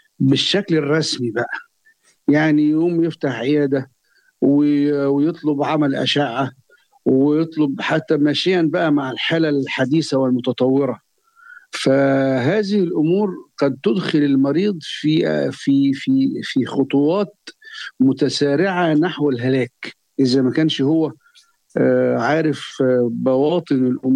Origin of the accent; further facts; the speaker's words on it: Sharqia Governorate, Egypt; born there; في الريف عندنا في الشرقية.